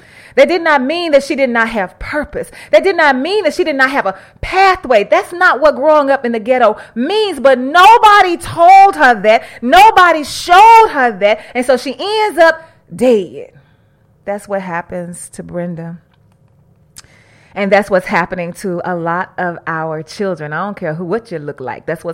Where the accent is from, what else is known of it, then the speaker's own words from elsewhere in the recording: Mississippi, United States; now in Arkansas, United States; I'm from Mississippi